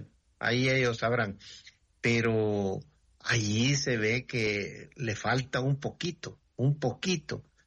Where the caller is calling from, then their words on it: El Salvador; nosotros como salvadoreños que somos